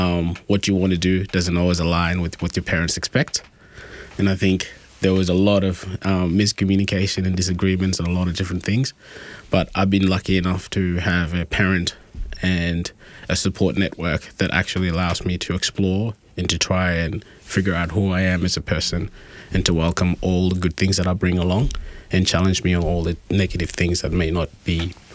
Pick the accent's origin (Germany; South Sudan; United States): South Sudan; now in Australia; And I think I reflect on myself as a South Sudanese, but I'm also Australian, and I'm a proud Australian also.